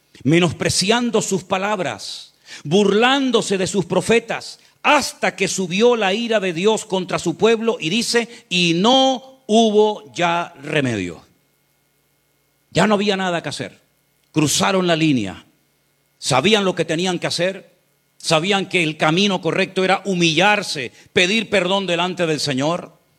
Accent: Canary Islands, Spain; como decimos en Canarias

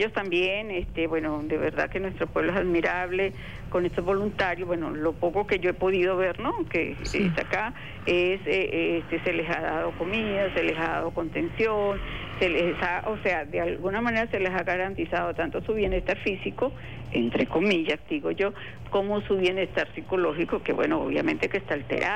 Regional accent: Venezuela; eso que nos caracteriza a nosotros como venezolanos

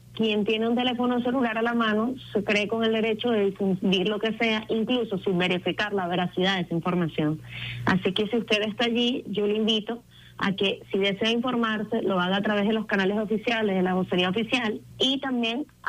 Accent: Venezuela; La fuerza además que nos une como venezolanos y venezolanas.

